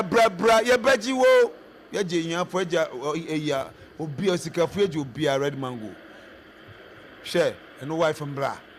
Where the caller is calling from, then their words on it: Sekondi, Western Region, Ghana; Good evening. … from Sekendi.